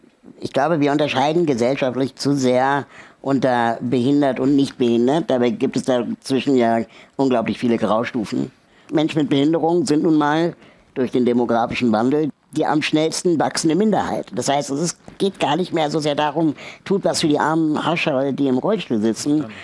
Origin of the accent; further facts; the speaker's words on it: Berlin, Germany; also born or lived in Peru; Und dann sind sie nach Deutschland gezogen und das Einzige, was aufgrund ihrer politischen Gesinnung in Frage kam, war West-Berlin. Und meine Eltern waren, wie gesagt, relativ jung und steckten mich dann sehr schnell in den Kindergarten.